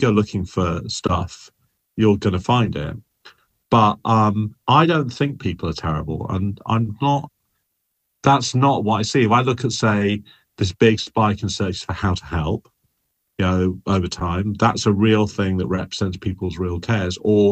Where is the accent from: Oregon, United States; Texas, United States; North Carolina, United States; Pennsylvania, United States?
Texas, United States; now in San Francisco, United States; As you can hear from my voice, I'm not from San Francisco or California.